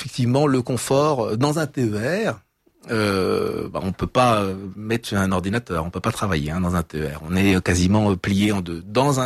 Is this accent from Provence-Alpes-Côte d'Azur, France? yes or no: no; Centre-Val de Loire, France; born there; Vous voyez, moi, mes départements de prédilection, je suis né dans le Cher, mais c'est l'Indre, la Nièvre.